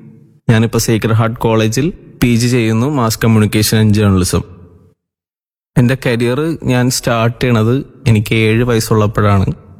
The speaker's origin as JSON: {"language": "Malayalam", "town": "Thoppumpady", "region": "Kerala", "country": "India", "tie": "born or raised there", "said": "ഞാൻ തോപ്പുംപടി സ്വദേശിയാണ്."}